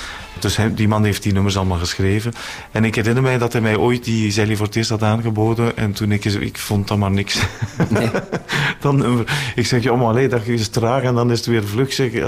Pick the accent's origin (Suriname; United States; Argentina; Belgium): Belgium; Flanders; we zijn Vlamingen